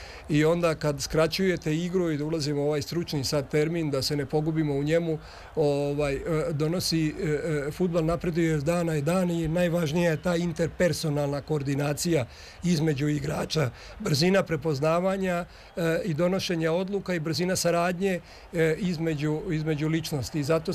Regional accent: Dalmatia, Croatia; Pa znate kako, ja dolazim s podneblja gde je ta kultura fudbala, ja sam Dalmatinac, moje vaspitanje je usmerio Hajduk iz Pluta.

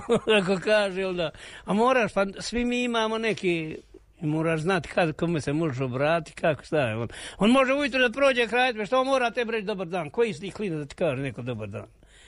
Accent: Konjic, Federation of Bosnia and Herzegovina, Bosnia & Herzegovina; now in Višegrad, Bosnia and Herzegovina; dolazim iz Konjica. Trenutno živim sad u Višegradu.

